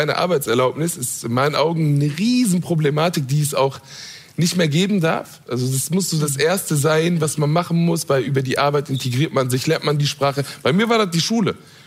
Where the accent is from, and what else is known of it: Duisburg, North Rhine-Westphalia, Germany; born or raised there